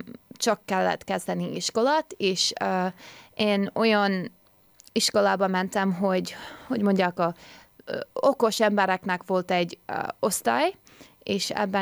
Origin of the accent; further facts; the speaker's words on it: Australia; born there; Hungarian is a second language; also born or lived in Hungary; Itt születtem, de egy évkoromban mentem Ausztráliába az anyám és az apámmal, és akkor pár hónapig ott voltunk, mert az apa ott dolgozott, de visszajöttem a Magyarországba csak 2 évig